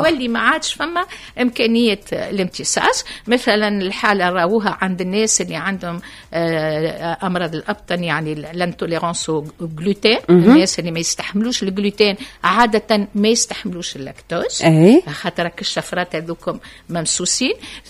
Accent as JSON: {"language": "Arabic", "country": "Tunisia", "said": "نحن في تونس"}